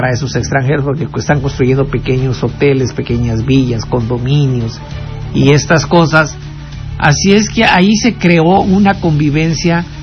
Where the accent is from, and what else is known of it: Mexico